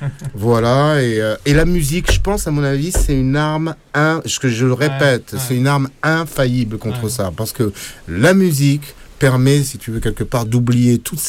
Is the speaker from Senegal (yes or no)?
yes; Senegal; also born or lived in Morocco; now in France; c'est le tama chez nous, au Sénégal.